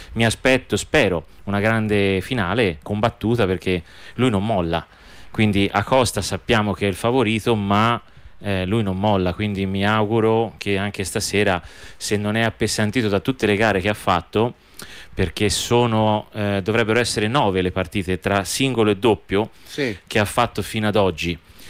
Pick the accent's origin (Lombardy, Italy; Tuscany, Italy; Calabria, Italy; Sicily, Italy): Tuscany, Italy